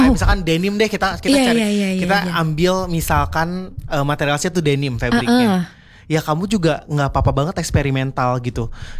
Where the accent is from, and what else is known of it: Subang, West Java, Indonesia; born there; now in Bandung, Indonesia